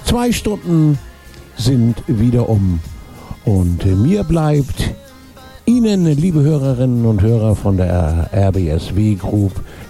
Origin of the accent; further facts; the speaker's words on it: Hamburg, Germany; denn ich komme ja aus Hamburg und in Hamburg sagt man Tschüss